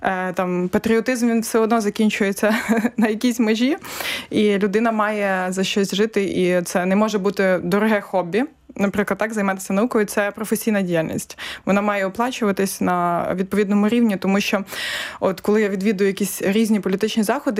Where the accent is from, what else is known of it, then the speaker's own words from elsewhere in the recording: Lutsk, Volyn Oblast, Ukraine; moved away; я з Луцька, я село Руда, звідки моя бабуся